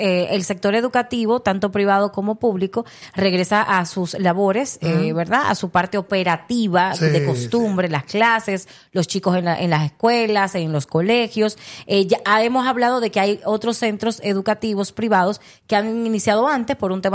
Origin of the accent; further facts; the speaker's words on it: Cibao, Dominican Republic; Como somos los cibaeños.